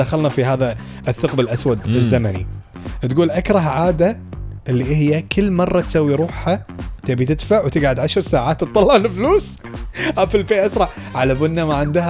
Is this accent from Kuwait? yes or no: yes; Kuwait; إحنا كويتي.